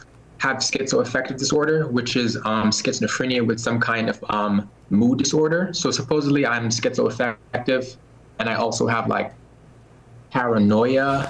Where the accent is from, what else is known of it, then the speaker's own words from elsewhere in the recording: London, United Kingdom; I was born in the United Kingdom. So I've been born at the Whittington Hospital. The Whittington Hospital is actually a 5-minute walk away from me right now. And I have always viewed myself as a British person.